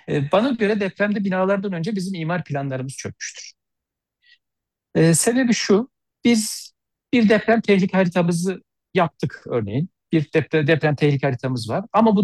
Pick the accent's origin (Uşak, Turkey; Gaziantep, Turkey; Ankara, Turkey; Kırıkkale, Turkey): Kırıkkale, Turkey; Yahşihan; ben de Kırıkkaleliyim. Maalesef benim memleketimden, Yahşahan ilçesinden